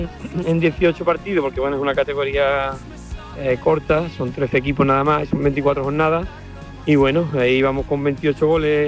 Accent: Cártama, Andalusia, Spain; Yo soy de Cártama, de Málaga, sí.

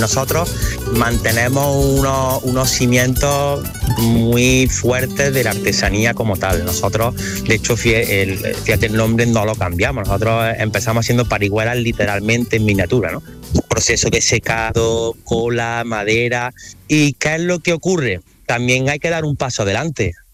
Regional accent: Córdoba, Andalusia, Spain; Siendo de Córdoba

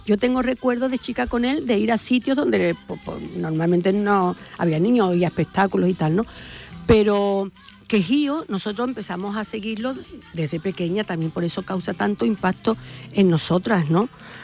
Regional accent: Seville, Andalusia, Spain; posiblemente una de mis etapas más felices fue mi infancia en el Cerro del Águila.

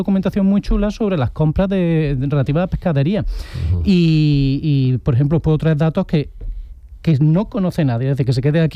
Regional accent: Córdoba, Andalusia, Spain; En mi tierra, en Córdoba, Charo, sabrás, se dice, te va a poner como un sollo.

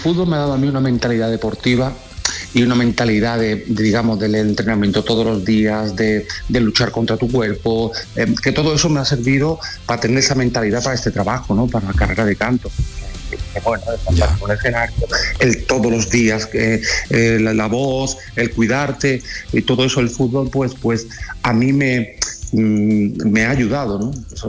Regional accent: Jerez de la Frontera, Andalusia, Spain; sobre todo pues volver a mi tierra, Jerez de la Frontera, a mi casa

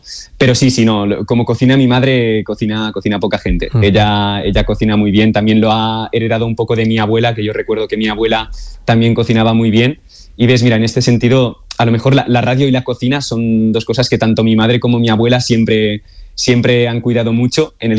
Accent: Olot, Catalonia, Spain

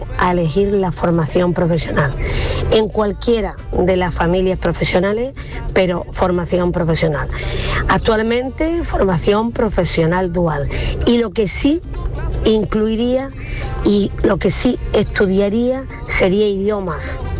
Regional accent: El Perrunal, Andalusia, Spain; del Perrunal, Huelva

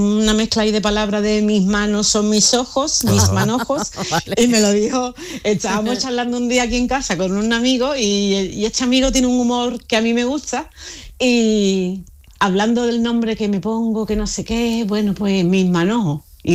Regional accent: El Puerto de Santa María, Andalusia, Spain; Pues soy una portuense de Cádiz. Tengo discapacidad visual severa

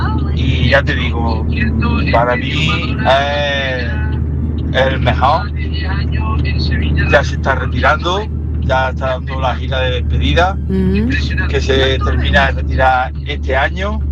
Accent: La Ventilla, Andalusia, Spain; now in Jaén, Spain; Yo, como buen cordobés que soy, aunque lleve un año viviendo en Jaén, no se me olviden mis raíces, porque además el cantante es de un pueblo vecino al mío, muy cerquita. Yo soy de una pequeña aldea llamada La Ventilla, perteneciente a Fuente Palmera.

